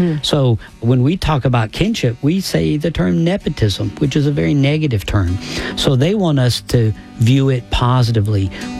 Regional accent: the South, United States; I grew up in the South, so you know, we called everybody Brother Bob and sister, whatever.

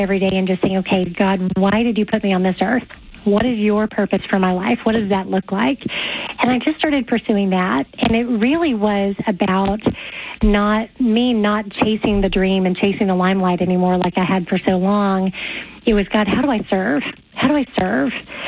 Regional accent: Oklahoma, United States; I think growing up in Oklahoma, it's the Bible Belt. At least when I grew up, everybody called themselves a Christian. You were either a Methodist or a Baptist, and that was it.

